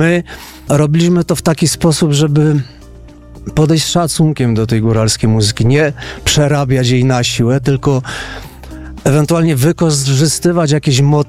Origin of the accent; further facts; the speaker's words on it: Lesser Poland, Poland; tam u nas na Podhalu